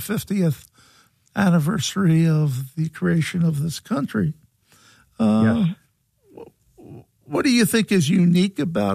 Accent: Philadelphia, Pennsylvania, United States; born there; I guess it's one of the reasons I was born in Philadelphia, so I could absorb all this history.

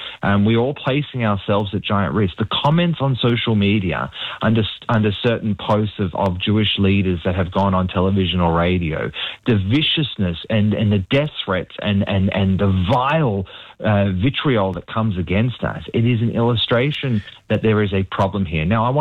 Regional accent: Australia; fair dinkum Aussies.

